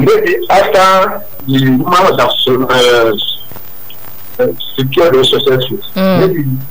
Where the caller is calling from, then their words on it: Ayetoro, Nigeria; I'm calling from Ayetoro.